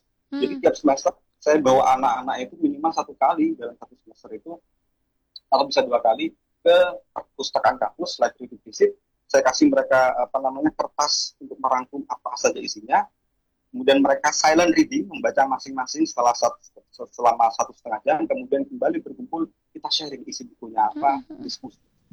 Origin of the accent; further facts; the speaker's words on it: Jember, East Java, Indonesia; moved away; saya dari Jember ya, saya asalnya dari Jember, itu ya perpustakaan tidak ada di kecamatan saya